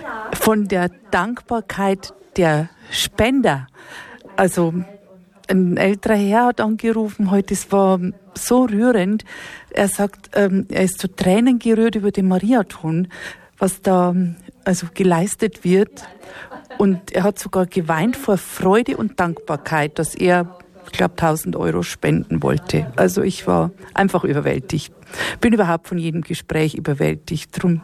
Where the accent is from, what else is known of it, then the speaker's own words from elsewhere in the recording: Hesse, Germany; Ich komme aus dem Team Deutschland Fulda, aus der Nähe von Fulda.